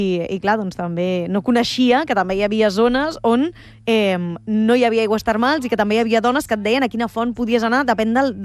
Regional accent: Caldes de Montbui, Catalonia, Spain; Clar, és que jo sóc de Caldes de Montbui i em parles d'aigües termals i, home, clar, les tinc a casa

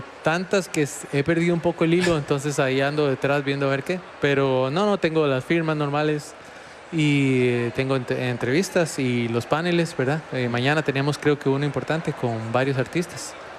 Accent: Costa Rica; no, que yo soy tico

